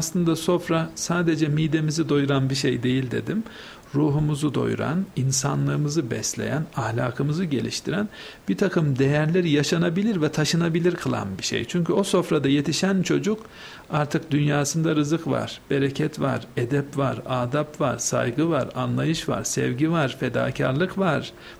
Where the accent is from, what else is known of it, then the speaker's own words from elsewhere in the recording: Anatolia, Turkey; ben küçük bir Anadolu şehrinde doğdum, büyüdüm.